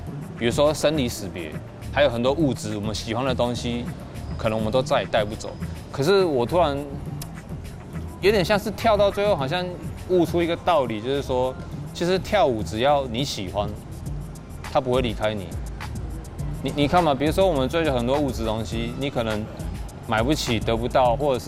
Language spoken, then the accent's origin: Chinese; Taipei, Taiwan; moved away as an adult; now in southern Taiwan; 我是台北人，我20岁一个人来南部念书、生活、闯荡、创业，然后结婚、生子